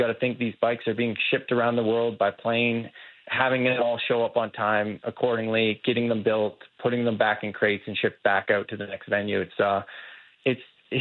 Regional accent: Canada; to kick it off here in my home country, no better place than Calgary

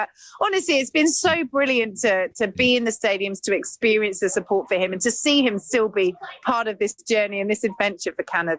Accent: United Kingdom

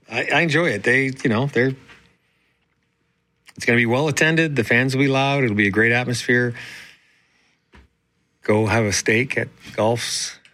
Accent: Ireland; because I'm Irish, so the sun is, you know.

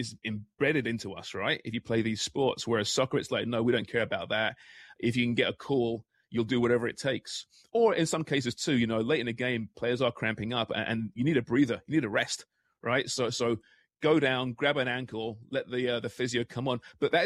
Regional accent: England, United Kingdom; Now, I grew up in England where it was reviled and hated.

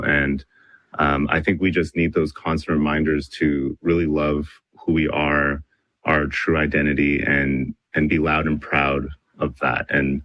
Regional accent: Mississauga, Ontario, Canada; growing up here in Mississauga, I definitely lost a bit of the language just because I didn't use it as much, but it was always spoken with my family. And I really, in the past years, wanted to just regain my knowledge for language and my mother tongue.

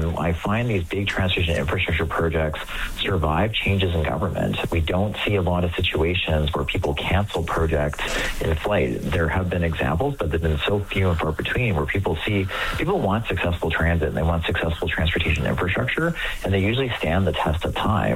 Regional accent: Edmonton, Alberta, Canada; Like, I'm from Edmonton.

